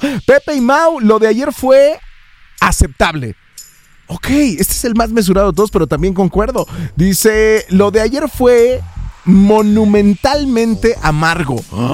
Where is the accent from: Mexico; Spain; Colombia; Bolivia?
Mexico